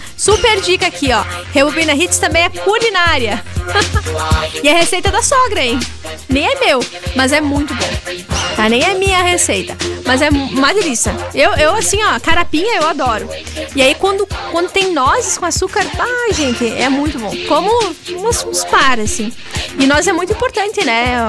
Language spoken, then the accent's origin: Portuguese; Nova Brasília, Brazil; estamos descascando nozes que ontem colhi lá na minha terra natal, Nova Brasília.